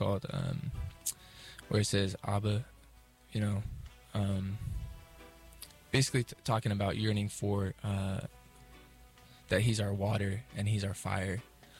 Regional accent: Las Vegas, Nevada, United States; also born or lived in Clarksville, Tennessee; I'm originally from Las Vegas, Nevada. I grew up in Vegas and also in Clarksville, Tennessee.

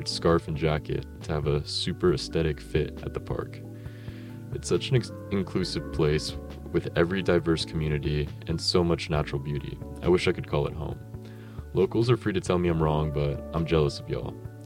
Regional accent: California, United States; I'm from SoCal

